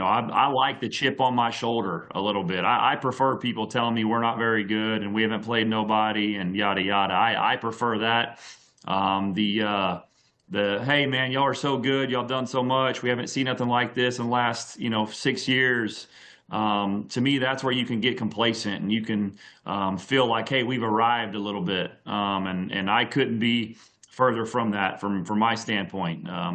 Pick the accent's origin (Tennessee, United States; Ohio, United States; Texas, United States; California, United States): Texas, United States; Abilene; born there; I was born in Abilene, Texas